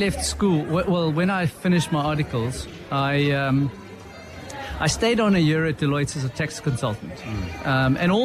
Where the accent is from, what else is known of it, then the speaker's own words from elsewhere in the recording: Durban, KwaZulu-Natal, South Africa; I'm from Durban.